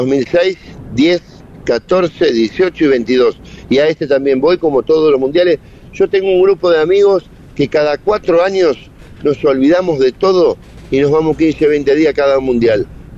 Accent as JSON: {"language": "Spanish", "town": "Rosario", "region": "Santa Fe", "country": "Argentina", "moved": "yes", "said": "Por eso nos gusta mucho a todos los que vinimos de Rosario, hace muchos años o muchas décadas ya"}